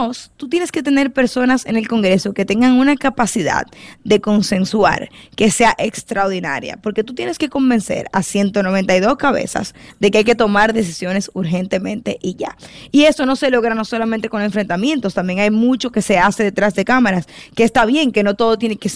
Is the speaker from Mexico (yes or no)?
no; Santo Domingo Oeste, Santo Domingo, Dominican Republic; yo soy de Santo Domingo Oeste